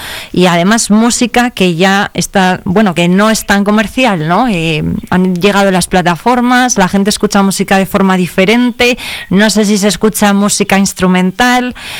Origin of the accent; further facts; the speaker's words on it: Palencia, Castile and León, Spain; Palencia qué es para unos vallisoletanos como … ? No sé si también piensan que somos un barrio de Valladolid.